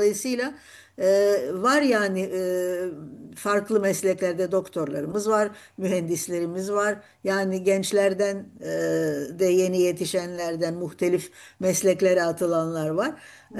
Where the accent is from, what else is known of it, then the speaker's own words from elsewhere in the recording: Istanbul, Turkey; also born or lived in Şişli, Istanbul; Biz evlenene kadar Bakırköylüydük zaten. Yani orada doğduk, orada büyüdük kız kardeşimle ben. Ondan sonra da evlendikten sonra Şişli yöresine geçtik.